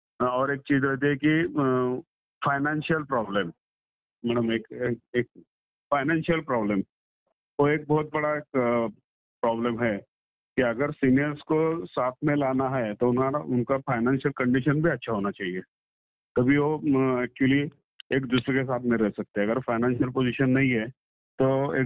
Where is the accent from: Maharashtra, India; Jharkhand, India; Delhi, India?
Maharashtra, India; Pune; Basically मैं पुणे का रहने वाला हूँ, पुणे महाराष्ट्र से बोल रहा हूँ मैं।